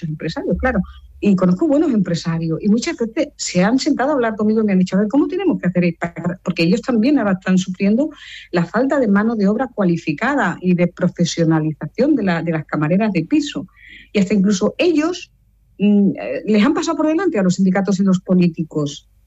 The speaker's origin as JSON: {"language": "Spanish", "town": "Lloret de Mar", "region": "Catalonia", "country": "Spain", "said": "yo vengo de la Costa Brava, de Lloret de Mar, y en agosto es espectacular"}